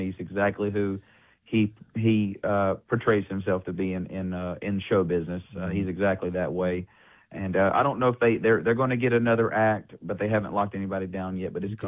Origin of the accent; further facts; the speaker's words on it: Lucia, North Carolina, United States; So I'm originally from around the Charlotte, North Carolina area. Okay. My hometown is actually called Lucia. But nobody knows where that is, so I just say Charlotte. And my folks live in a town called Mooresville now, which is kind of the home of NASCAR.